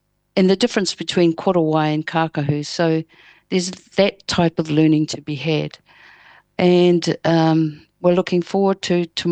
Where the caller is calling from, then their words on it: Auckland, New Zealand; I'm calling from the Tamaki Paingahera Auckland Museum.